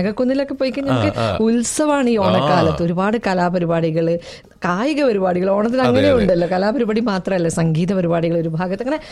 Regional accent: Kerala, India; ഞാനൊരു മലബാറുകാരിയാണ്

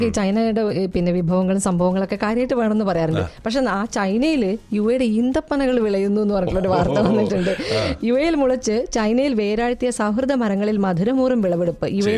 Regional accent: Kerala, India; കണ്ണൂർ ഒരു എയർപോർട്ട് വന്നപ്പോൾ ഞങ്ങൾ മലബാറുകാർ ഒരുപാട് സന്തോഷിച്ചിരുന്നു

